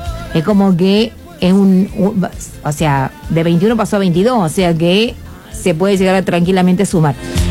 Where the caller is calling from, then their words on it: Las Rosas, Santa Fe, Argentina; de las Rosas, Santa Fe, la radio está muy buena